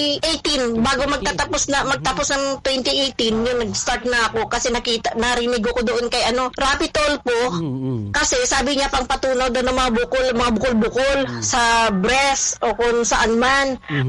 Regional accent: Bacoor, Cavite, Philippines; now in Hong Kong; Taga Molino Bacoa ako. Tapos, nandito ko ngayon sa Hong Kong. DH ako dito.

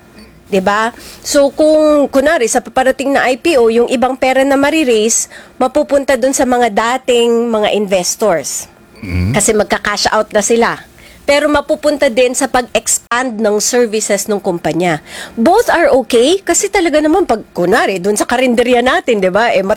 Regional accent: Bicol Region, Philippines; Tagalog is a second language; Mahina po ako sa Tagalog. Bicolana kasi ako.

